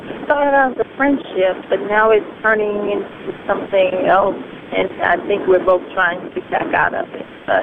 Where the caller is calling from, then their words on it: Augusta, United States; I'm calling from Augusta.